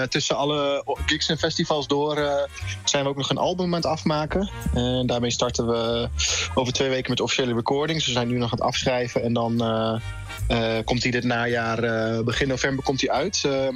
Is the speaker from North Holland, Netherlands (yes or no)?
no; Emmen, Drenthe, Netherlands; We komen natuurlijk zelf uit Emmen.